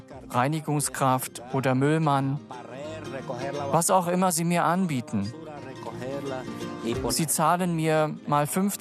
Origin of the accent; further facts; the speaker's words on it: Honduras; moved away as an adult; Ich komme aus Honduras. Wir sind Auswanderer. Wir sind aus wirtschaftlichen, politischen, kulturellen und sozialen Gründen ausgewandert